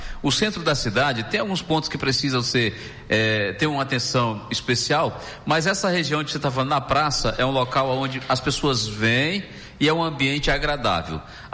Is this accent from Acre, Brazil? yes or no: yes; Rio Branco, Acre, Brazil; born there; Nós somos nascidos aqui em Rio Branco